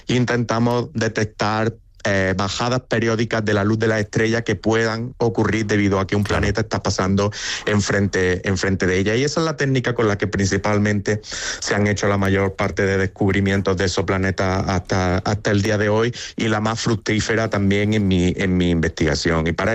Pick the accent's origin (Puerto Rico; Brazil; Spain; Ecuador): Spain; Andalusia; moved away as an adult; yo siempre quise volver a casa, volver a mi tierra en Andalucía para convertirme en investigador profesional y bueno, desde agosto he podido hacerlo